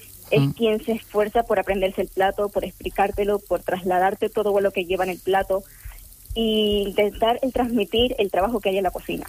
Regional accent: Canary Islands, Spain; Canarias, que bueno, es la parte que me toca a mí también, porque al final soy canaria y tengo que tirar siempre a la tierra.

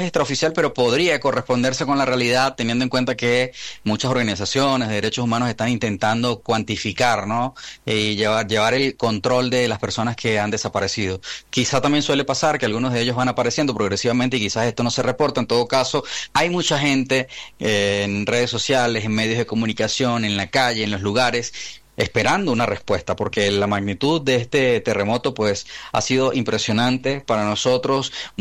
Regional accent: Venezuela; no como comunicador, sino como venezolano

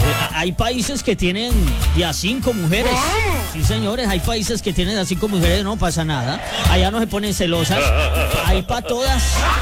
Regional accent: Colombia; esa tradición que siempre tenemos como colombianos

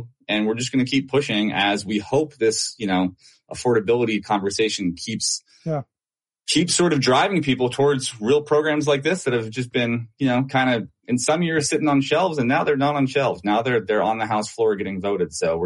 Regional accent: Pittsburgh, Pennsylvania, United States; I grew up in Pittsburgh, still live here.

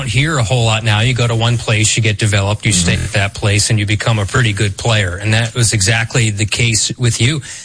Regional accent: Elkhorn, Nebraska, United States; And growing up in Elkhorn, Nebraska, that's every Saturday on the tube

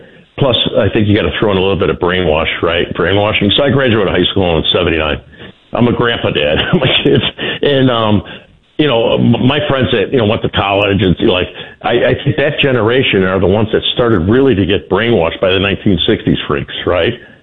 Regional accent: Chicago, Illinois, United States; We sent all our manufacturing to China when I was growing up in Chicago, a manufacturing city.

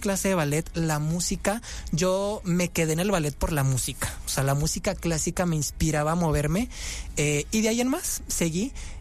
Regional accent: Culiacán, Sinaloa, Mexico; Y también en una cultura del norte, bueno, te les digo, yo soy

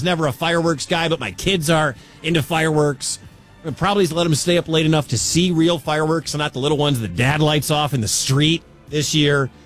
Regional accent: Detroit, Michigan, United States; I'm from Detroit. Coney dogs are big in Detroit.

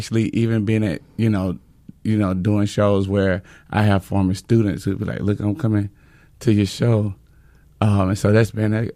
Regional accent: West Point, Georgia, United States; I'm from West Point, Georgia, and I grew up at Bethlehem Baptist Church, and I played piano there. I started at about 7.

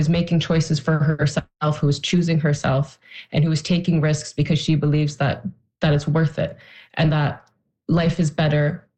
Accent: Newfoundland and Labrador, Canada; born there; I was born in Newfoundland. I was born in Bjorn.

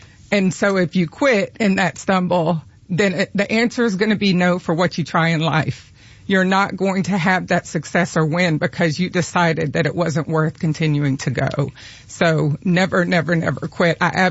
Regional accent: Valdosta, Georgia, United States; I went to Valdosta High School.

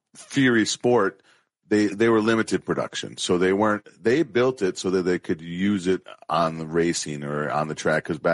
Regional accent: Janesville, Wisconsin, United States; Well, I grew up in Janesville as a GM town, so I was already predisposed to only like General Motors.

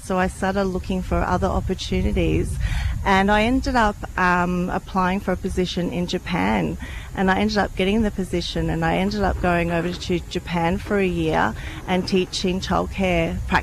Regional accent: Canberra, Australian Capital Territory, Australia; also born or lived in Sydney; So I grew up in Canberra, Ngunnawal country.

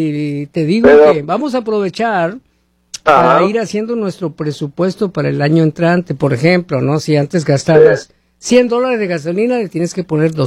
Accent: Sonora, Mexico; yo pura sal porque soy de Sonora. Allá en Sonora

